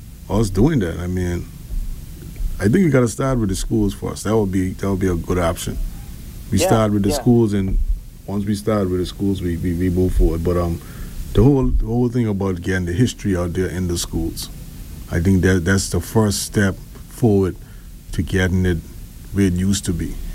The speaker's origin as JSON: {"language": "English", "country": "Turks & Caicos Islands", "tie": "born or raised there", "said": "growing up in the Caribbean, growing up in the West Indies and the Turks and Caicos Islands"}